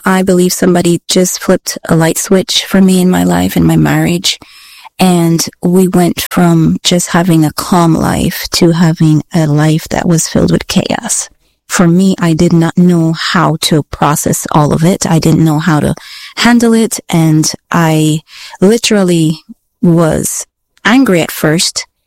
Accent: Belize; moved away as an adult; now in United States; Belize is my home country. That's where my family is, my friends, everybody's at.

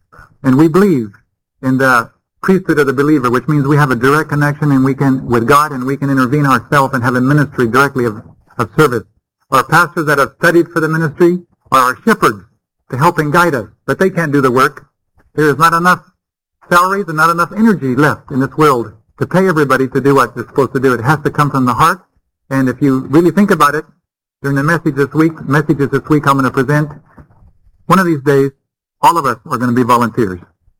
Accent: Bolivia; I grew up with her in Bolivia.

